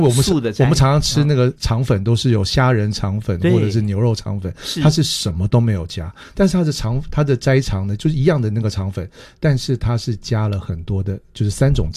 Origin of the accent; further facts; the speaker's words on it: Hong Kong; born there; moved away; 或者是说我的故乡也算是，因为我小时候在香港读书。